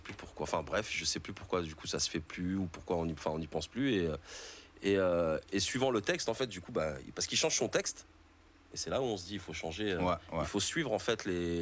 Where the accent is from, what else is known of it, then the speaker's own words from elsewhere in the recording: Aubervilliers, Île-de-France, France; also born or lived in Saint-Denis; Je suis né à Saint-Denis. Je suis d'Aubervilliers, je suis né à Saint-Denis.